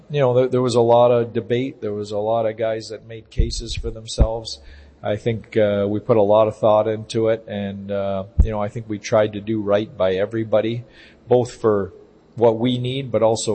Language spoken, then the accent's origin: English; Ontario, Canada; moved away; I grew up in Ontario, Canada.